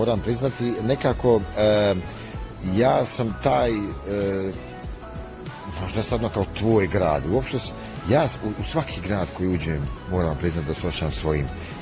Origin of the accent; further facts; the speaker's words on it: Tešanj, Zenica-Doboj Canton, Bosnia & Herzegovina; I nekako ta kuća gdje si odrastao, jeli, sjetiš se dok putuješ već tih nekih prijatelja, jeli, i ta mjesta na kojima si se igrao, te podsjete na to sve. Tako da, meni kad kažete Tešan, zaista ja sam slabo jeo ćevape u Tešnju, jer je mama se kuhala